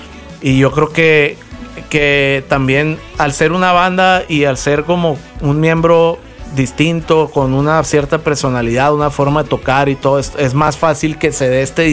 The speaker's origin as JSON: {"language": "Spanish", "region": "Sinaloa", "country": "Mexico", "said": "yo crecí con esa música. Claro. Pues soy de Sinaloa."}